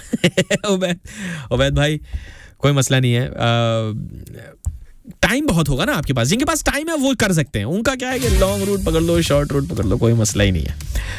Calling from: Bahrain; अस्सलाम वालेकुम भाई, मैं बहरीन से हूँ और सुन रहा हूँ

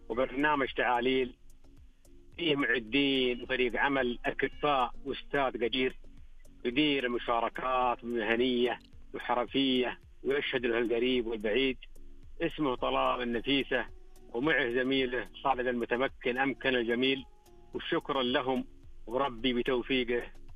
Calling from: Taif, Makkah Province, Saudi Arabia; من الطائف،

